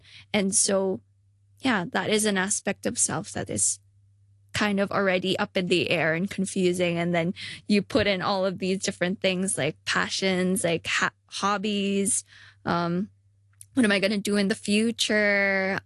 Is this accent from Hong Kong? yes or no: yes; Hong Kong; just being a Filipino Hong Konger, already it's kind of like a mix of things. Yeah, we are not the majority.